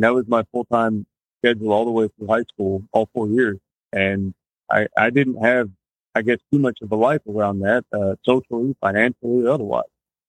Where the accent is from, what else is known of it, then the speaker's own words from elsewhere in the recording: Holiday, Florida, United States; So I was born in 1987 in Pasco County, Florida. Matter of fact, between Newport Richie, Holiday is pretty much where I grew up.